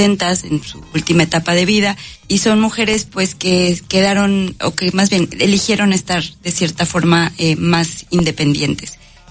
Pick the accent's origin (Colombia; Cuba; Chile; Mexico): Mexico; Xalapa, Veracruz; Yo soy de Jalapa.